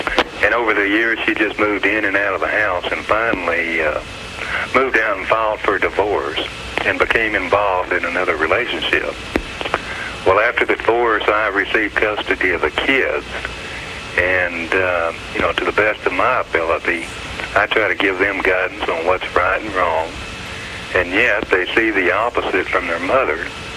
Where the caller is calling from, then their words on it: Texas, United States; I'm from Texas.